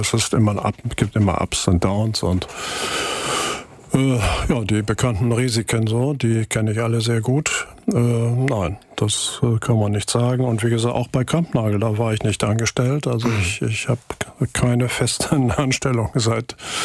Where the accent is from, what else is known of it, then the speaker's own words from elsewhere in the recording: Hanover, Lower Saxony, Germany; Also ich bin in Hannover aufgewachsen, aber in den Ferien war ich immer auf dem Land.